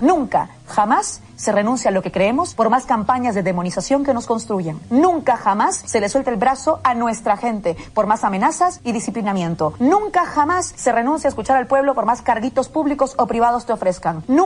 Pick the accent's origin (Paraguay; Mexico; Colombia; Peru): Peru; Pueblo peruano, mi pueblo